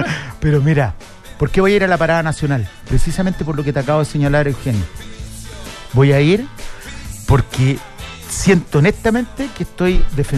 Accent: Chile; en mi país nacieron mis hijos, en mi país voy a enterrar a mis papás. Eso somos chilenos.

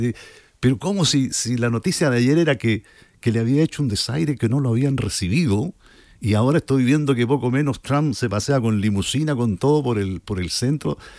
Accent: Chile; hablo español, pero soy de Chile.

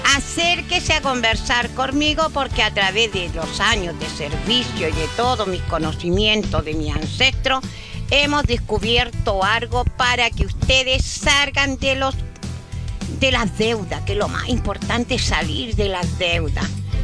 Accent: Chile; A veces nosotros como chilenos no hacemos nada.

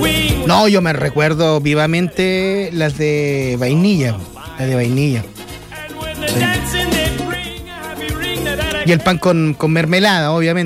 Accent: Chile

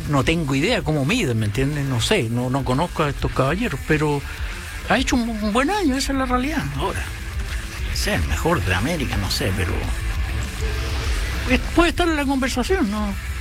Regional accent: Chile; nosotros, como somos chilenos todos, se sale una estadística así.

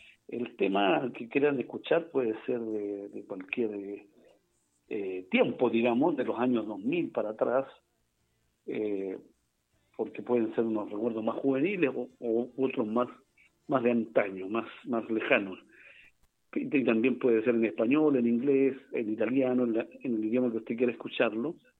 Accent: Chile

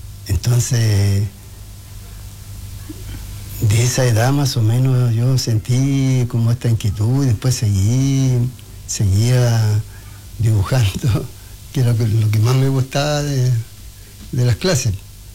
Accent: Los Sauces, Araucanía, Chile; yo nací en Los Sauces, esa es mi tierra natal

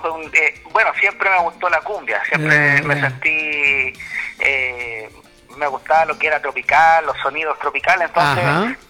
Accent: Puente Alto, Santiago Metropolitan Region, Chile; Yo soy de acá de Santiago, de Puente Alto.

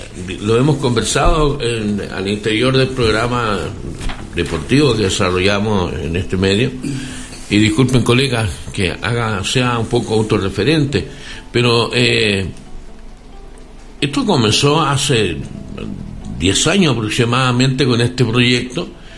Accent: Cauquenes, Maule, Chile

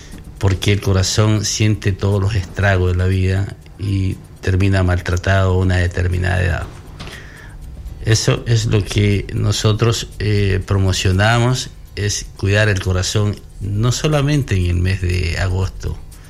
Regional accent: Ecuador; now in Chile

